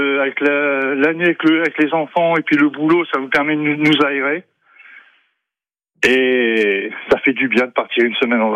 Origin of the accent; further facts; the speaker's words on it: Nevers, Bourgogne-Franche-Comté, France; De la Nièvre, Nevers.